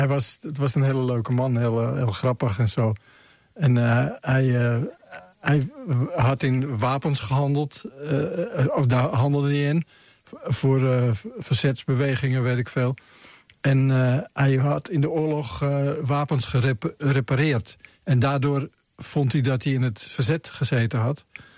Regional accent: Amsterdam, North Holland, Netherlands; Nee, ik ben niet opgegroeid op de Wallen. Ik woonde in Amsterdam-Zuid, dus in een chicere buurt.

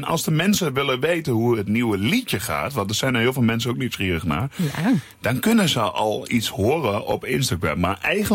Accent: Enschede, Overijssel, Netherlands; also born or lived in Hengelo; Twente, ik hou van Twente, Overijssel. En ik kom officieel uit Hengelo, ben geboren, Enschede opgegroeid. Ik woon nu in Bieren, al 3,5 jaar bij mijn vriendin.

